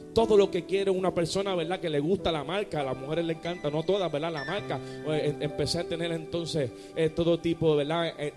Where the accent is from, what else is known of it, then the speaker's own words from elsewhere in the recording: Puerto Rico; moved away; salí de Puerto Rico, iba para Centroamérica.